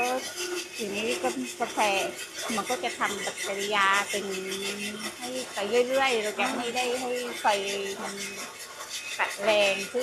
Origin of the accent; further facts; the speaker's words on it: Surat Thani, Thailand; now in Ranong, Thailand; เป็นคนสุราษฎ